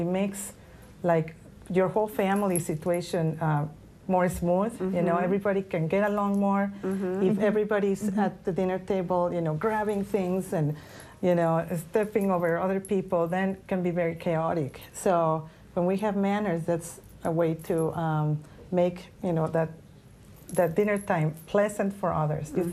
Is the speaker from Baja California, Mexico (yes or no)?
no; Mexico City, Mexico; I grew up in Mexico City and grew up in a family that manners were very important in my family.